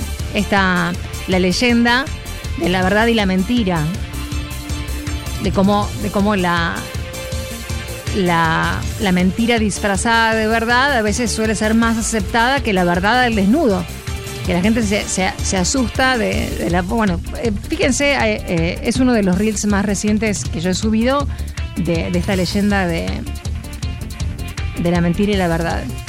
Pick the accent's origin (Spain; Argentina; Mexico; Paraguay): Argentina; yo soy apartidaria, soy argentina